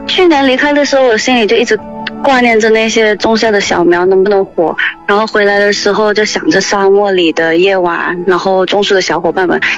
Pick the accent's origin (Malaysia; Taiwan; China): Malaysia; Kuala Lumpur, Federal Territory of Kuala Lumpur; 我是来自马来西亚的华人，从小就是在吉隆坡长大。